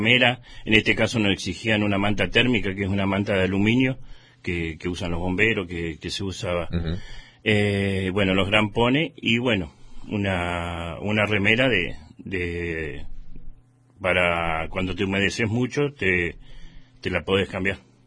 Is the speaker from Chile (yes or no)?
no; Río Mayo, Chubut, Argentina; y salir a representar a mi pueblo, que yo nací acá, mis 50 años tengo mi madre acá